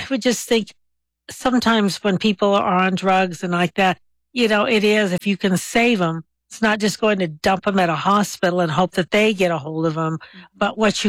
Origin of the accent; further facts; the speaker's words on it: Albuquerque, New Mexico, United States; Years ago, I remember I used to listen to KOB radio when I was, because I grew up here in Albuquerque.